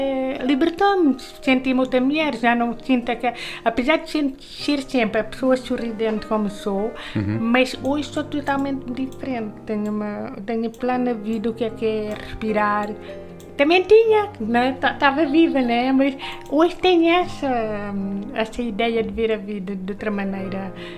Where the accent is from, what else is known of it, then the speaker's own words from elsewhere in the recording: Olhão, Algarve, Portugal; sou de lá, né? Sou de Olhão, pertenço à Fuseta